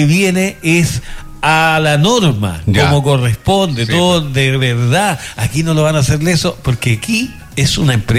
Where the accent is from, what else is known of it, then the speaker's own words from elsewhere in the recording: Chile; Porque como buenos chilenos dejamos todo para última hora.